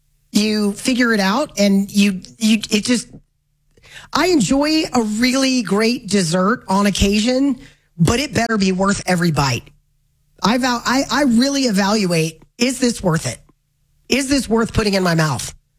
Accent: Florida, United States; moved away; go back to where I am actually from in Florida.

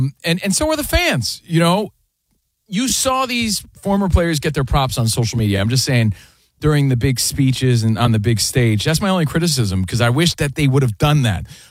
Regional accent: East Coast, United States; and again, we're from the East Coast.

